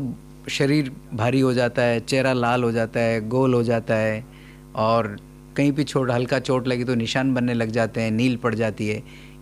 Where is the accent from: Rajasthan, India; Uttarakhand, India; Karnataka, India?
Rajasthan, India